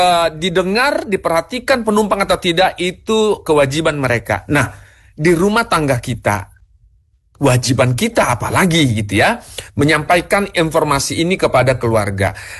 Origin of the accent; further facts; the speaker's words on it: North Sumatra, Indonesia; moved away; Saya orang Sumatera Utara, pernah bekerja di Sulawesi Utara, pernah di Takengon, pernah di mana tempat.